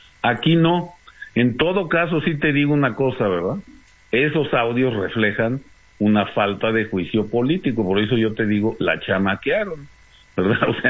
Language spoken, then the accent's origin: Spanish; Mexico